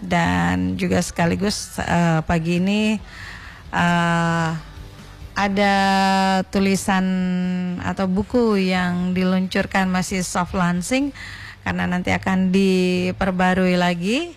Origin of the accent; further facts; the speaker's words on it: Gorontalo, Indonesia; Bukan berarti meninggalkan akar kita sebagai orang Gorontalo. Menguasai bahasa Gorontalo itu wajib aja ya.